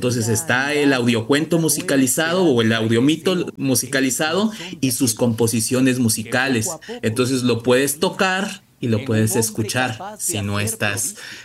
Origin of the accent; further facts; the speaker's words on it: Veracruz, Mexico; Somos todos veracruzanos